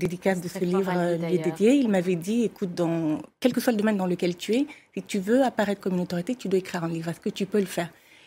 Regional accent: Gabon; Ce que j'ai appris très tôt, c'est raconter des histoires, que je suis du Gabon.

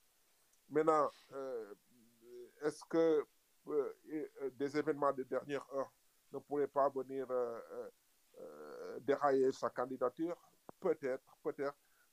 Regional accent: Senegal; en tant qu'Africain, en tant que Sénégalais

